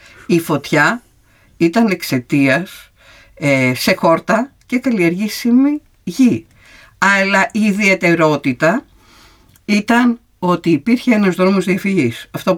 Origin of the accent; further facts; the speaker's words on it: Kalamoti, North Aegean, Greece; σε ένα άλλο χωριό που μεγάλωσα στην Καλαμωτή της Χίου